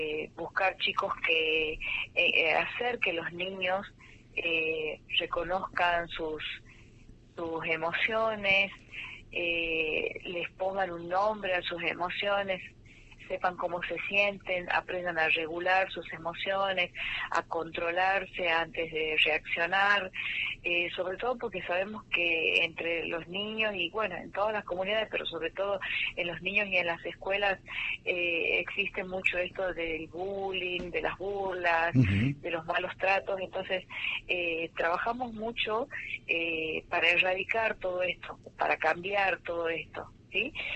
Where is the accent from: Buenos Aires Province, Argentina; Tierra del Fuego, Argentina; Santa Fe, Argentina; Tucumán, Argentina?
Tucumán, Argentina; Monteros; moved away as an adult; now in Tafí del Valle, Argentina; Soy de Monteros, pero hace 20 años que estoy trabajando en la zona de Tafí del Valle.